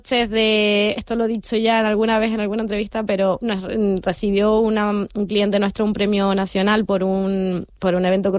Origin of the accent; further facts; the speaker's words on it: Santa Cruz de La Palma, Canary Islands, Spain; moved away as an adult; also born or lived in Tenerife; now in Gran Canaria, Spain; Sí, yo soy palmera, de Santa Cruz.